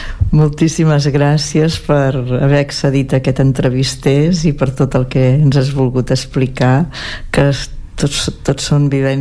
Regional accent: Catalonia, Spain

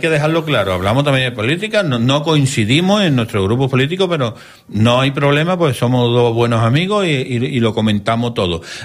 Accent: San Juan de Aznalfarache, Andalusia, Spain; en Sabana Farache, en mi pueblo. Siempre hemos dicho que es la villa Sabana Farache, separada de Sevilla, la ciudad, por un puente que cruza el río Guadalquivir. Estamos al lado, es una ciudad dormitorio, pero tenemos nuestra propia identidad.

